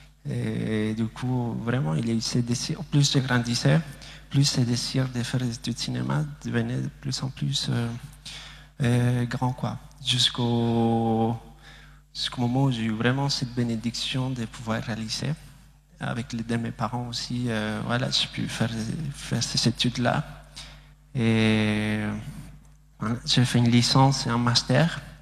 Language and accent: French; Bolivia; French is a second language; now in France; j'ai 25 ans et je suis bolivien. Je viens de la Bolivie, en fait, je me trouve en Amérique du Sud.